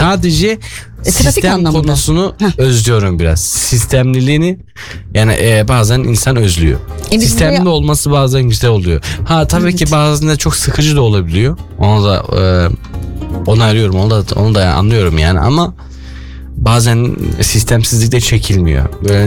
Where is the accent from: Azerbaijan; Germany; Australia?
Germany; Ben burada yetiştim, buranın parasını yiyorum.